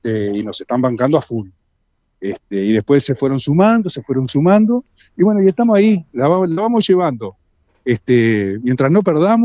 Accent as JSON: {"language": "Spanish", "region": "Montevideo", "country": "Uruguay", "tie": "born or raised there", "said": "yo tengo 64 años. Nací acá en la Ciudad Vieja y acá me voy a morir"}